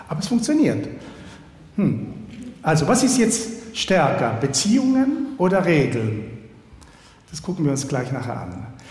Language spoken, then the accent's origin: German; Argentina; now in Switzerland; In Argentinien, von wo ich herkomme, ist das leider nicht so.